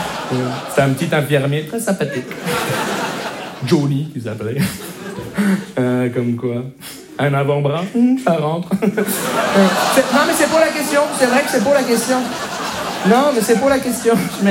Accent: Montreal, Quebec, Canada; je viens de Montréal.

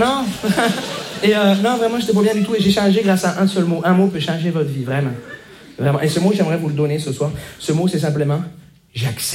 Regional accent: Montreal, Quebec, Canada; Bonsoir, je me présente … je viens de Montréal.

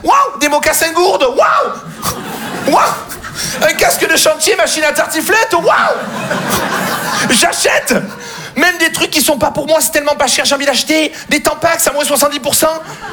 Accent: Marseille, Provence-Alpes-Côte d'Azur, France

